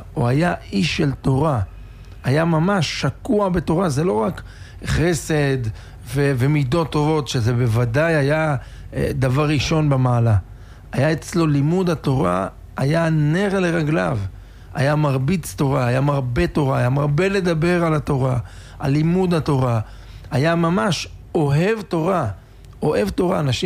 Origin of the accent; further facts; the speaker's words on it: Netanya, Central District, Israel; אני גדלתי בנתניה